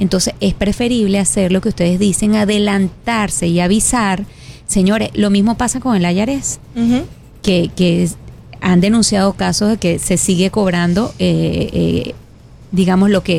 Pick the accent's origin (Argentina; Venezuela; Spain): Venezuela; moved away as an adult; now in United States; yo vengo de Venezuela, tengo unos cuantos años aquí